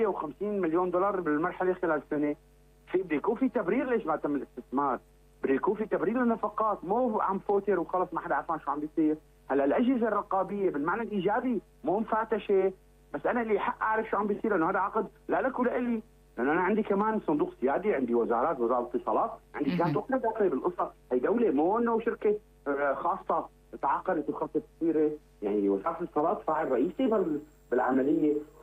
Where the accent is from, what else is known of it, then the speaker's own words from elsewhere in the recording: Syria; وعندنا بسوريا ما كان يمرق عقد مع شركة نفطية